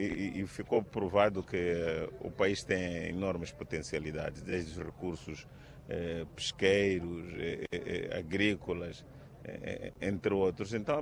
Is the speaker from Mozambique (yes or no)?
yes; Zambezia, Mozambique; falando concretamente da província da Zambésia, de onde eu sou originário